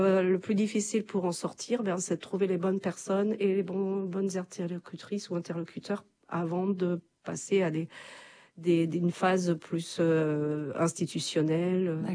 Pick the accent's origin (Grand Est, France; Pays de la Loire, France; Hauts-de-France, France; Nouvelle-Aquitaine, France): Pays de la Loire, France; moi, je suis originaire du Pays de Retz. J'ai passé mon enfance, mon adolescence. J'ai fait des études, donc je suis partie. Je suis revenue m'installer à Machecoussin même il y a 22 ans maintenant.